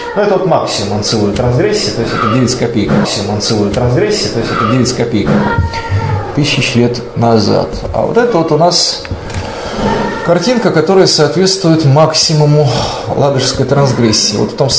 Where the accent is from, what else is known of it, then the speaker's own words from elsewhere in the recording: Lodeynoye Pole, Leningrad Oblast, Russia; born there; потому что я сам уроженец Ладейного